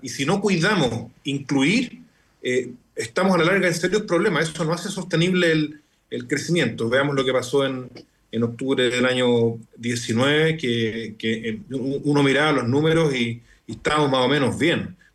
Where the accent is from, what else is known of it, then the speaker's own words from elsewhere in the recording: Chile; somos los chilenos y chilenas, quienes vivimos acá